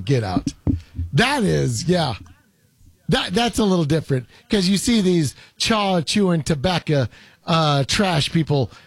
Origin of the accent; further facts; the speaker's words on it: Tennessee, United States; born there; I was born in Tennessee. I wasn't raised there.